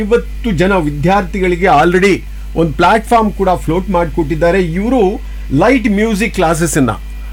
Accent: Shivamogga, Karnataka, India; ನಮ್ಮೂರಿಗೆ ಒಂದು ಎಂಥ ರೀ ಮಲೆನಾಡು

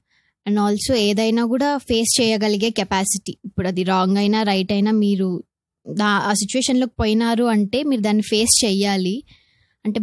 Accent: Madanapalle, Andhra Pradesh, India; moved away as an adult; now in Hyderabad, India; నేను పుట్టింది పెరిగింది అంతా మదనపల్లిలోనే.

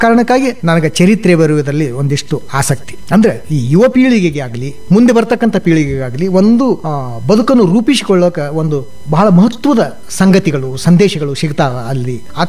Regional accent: Sindagi, Karnataka, India; first language Kannada; ನಮ್ಮ ಬಿಜಾಪುರ ಜಿಲ್ಲೆ ಸಿಂದಗಿ

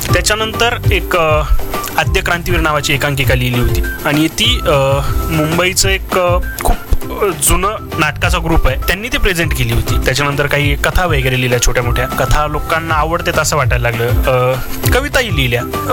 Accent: Paithan, Maharashtra, India; also born or lived in Beed district / Chhatrapati Sambhajinagar; मी तसं जर माझं पाहायला गेलं तर मूळ ओरिजिन मी बीड जिल्ह्यातून येतो, पण वडिलांनी इकडे पैठणकडे घर शेती वगैरे घेतली आणि मी तिथंच वाढलो। त्याच्यानंतर मी आपल्या संभाजीनगरमध्ये आलो

